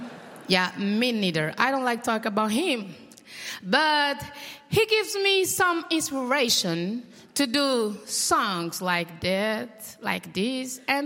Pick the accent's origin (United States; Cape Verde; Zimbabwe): Cape Verde; I am from Cabo Verde. We are here. And it's a big pleasure to me to be here today with you, singing for you, try to bring you to my country.